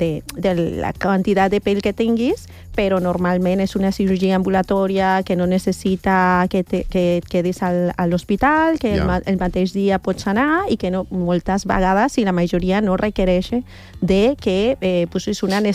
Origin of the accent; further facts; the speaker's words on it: Mexico; Catalan is a second language; now in Spain; jo que soc mexicana